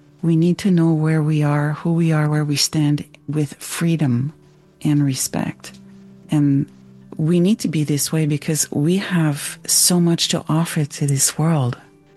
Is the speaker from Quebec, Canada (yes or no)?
yes; Montreal, Quebec, Canada; now in Vancouver, Canada; I'm from Montreal.